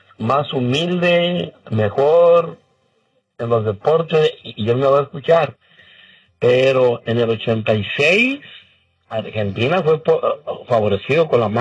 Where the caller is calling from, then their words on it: Los Angeles, California, United States; me acabo de Los Ángeles, California